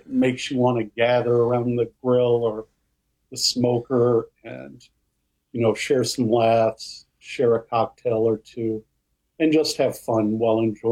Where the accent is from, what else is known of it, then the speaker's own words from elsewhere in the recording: Texas, United States; Man, it started from birth. My mom was a Texan, and I'm a Texan by birth. And so I kind of grew up around the whole scene.